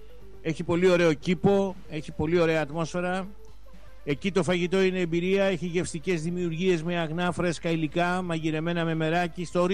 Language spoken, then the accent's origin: Greek; Western Greece, Greece; Την πατρίδα μου, την Ετωλοά Καρνανία, μεγάλη καλημέρα, Μεσολόγγια, Αγρίνιο και λοιπά, λοιπές πόλεις, λοιπά χωριά, εκεί τα ωραία, έτσι.